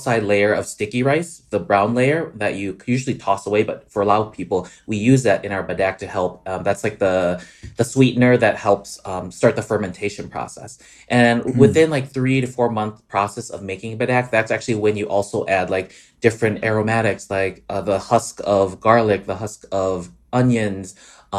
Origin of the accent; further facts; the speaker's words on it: Wisconsin, United States; So my family's from Southern Laos and I grew up in Wisconsin, but with my mom always cooking Lao food at home.